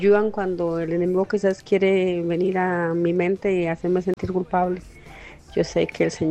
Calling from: Alajuelita, San José, Costa Rica; desde La Juelita.

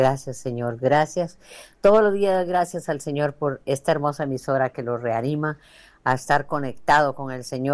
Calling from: Paso Canoas, Puntarenas, Costa Rica; de Paso Canoas

